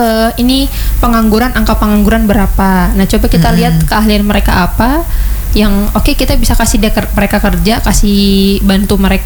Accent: Samarinda, East Kalimantan, Indonesia; Kalau kita kan orang Samarinda, Sungai Mahakam.

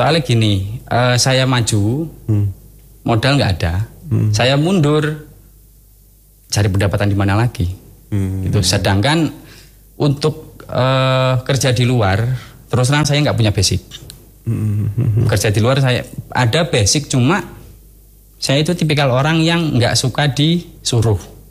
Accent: Jakarta, Indonesia; born there; now in Blitar, Indonesia

